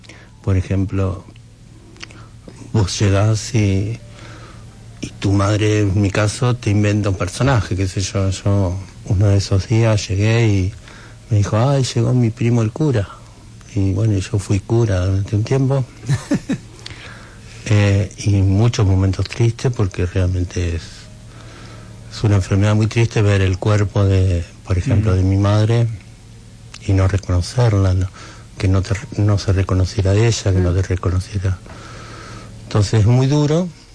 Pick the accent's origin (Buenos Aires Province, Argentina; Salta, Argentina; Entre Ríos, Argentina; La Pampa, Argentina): Buenos Aires Province, Argentina; moved away; yo soy de Varadero cerca de San Antonio de Areco.